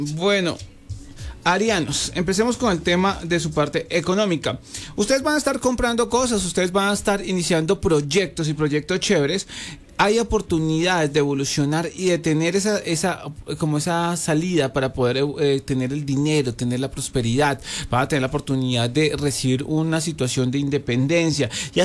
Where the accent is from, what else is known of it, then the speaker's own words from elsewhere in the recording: Colombia; tenemos más fuerte nuestra oración como colombianos